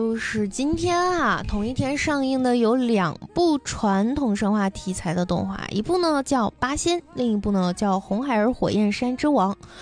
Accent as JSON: {"language": "Chinese", "town": "Dalian", "region": "Liaoning", "country": "China"}